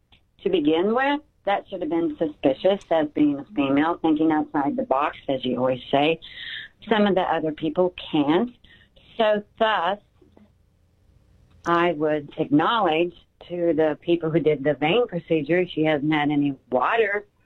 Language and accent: English; Texas, United States; I'm from Texas, but glad you're in Florida.